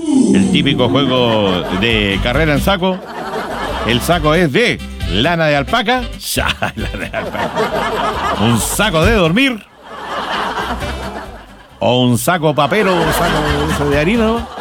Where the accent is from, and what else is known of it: Chile